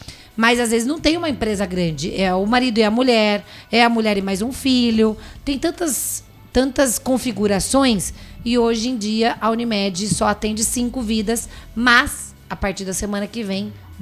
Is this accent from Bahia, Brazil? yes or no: yes; Bahia, Brazil; A gente veio da Bahia, né? Eles que nasceram da Bahia.